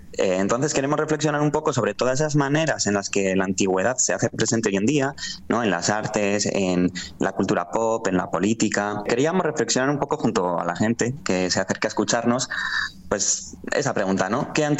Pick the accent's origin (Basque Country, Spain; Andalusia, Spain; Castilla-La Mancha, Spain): Basque Country, Spain; A cómo nos vemos y definimos como vascos